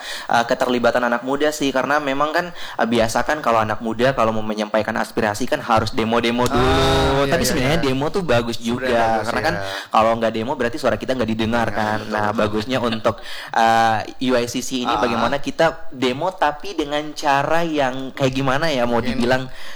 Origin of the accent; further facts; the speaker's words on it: Ternate, North Maluku, Indonesia; Kita kan dari Kota Ternate, Kota Kepulauan, terus ada di ujung timur kayak gitu-gitu kan.